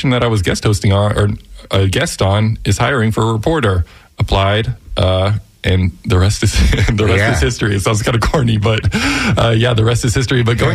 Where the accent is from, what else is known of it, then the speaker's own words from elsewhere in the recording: Florida, United States; growing up in Florida